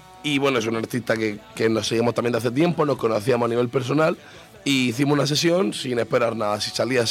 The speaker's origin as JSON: {"language": "Spanish", "region": "Region of Murcia", "country": "Spain", "said": "hago la referencia a Murcia, en el estribillo cambié el bonito por bonico porque quería que también sonase a mi tierra."}